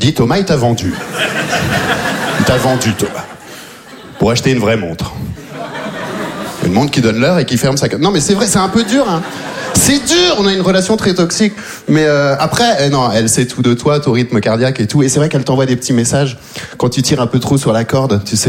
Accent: Belgium; born or raised there

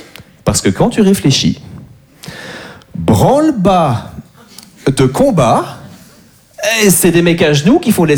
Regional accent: Belgium; je suis très content de jouer en France. Moi j'adore les Français, même si je suis belge

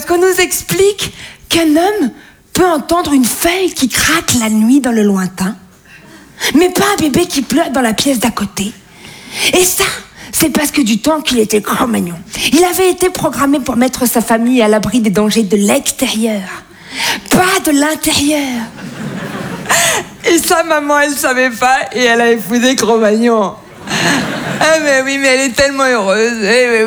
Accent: Toulon, Provence-Alpes-Côte d'Azur, France; now in Paris, France; Je suis née en 1996 à Toulon. Tout le monde voit Toulon ? La Côte d'Azur, les gros bateaux, les milliardaires ? C'est pas là, c'est juste avant.

